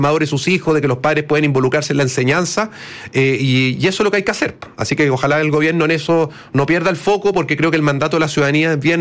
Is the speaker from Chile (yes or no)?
yes; Ovalle, Coquimbo, Chile; Yo soy del norte, soy de Ovalle